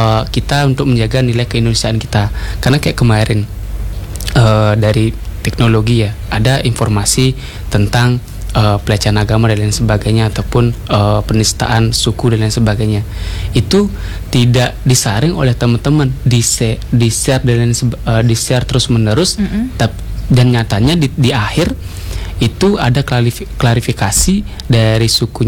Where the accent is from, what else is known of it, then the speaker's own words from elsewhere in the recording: Bali, Indonesia; aku orang Bali loh, aku orang Hindu